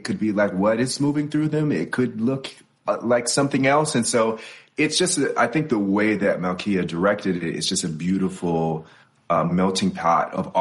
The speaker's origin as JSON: {"language": "English", "town": "Chicago", "region": "Illinois", "country": "United States", "said": "you know, I'm from Chicago, so I had to make sure that the production was right for the hometown crew."}